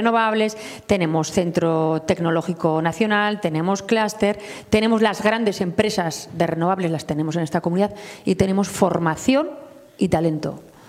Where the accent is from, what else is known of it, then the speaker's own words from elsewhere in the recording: Navarre, Spain; Aprovecho a decir, mira, los navarros somos plurales, diversos, navarros que se sienten vascos, navarros que se sienten del mundo